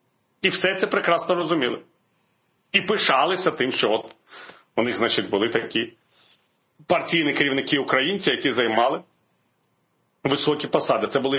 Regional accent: Belarus; Не тому, що я був білорус.

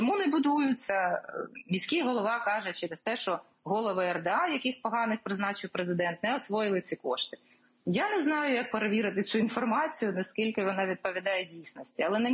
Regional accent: Kyiv, Ukraine; я як архітектор, як киянка, як українка, я просто чую просто про перекладання відповідальності

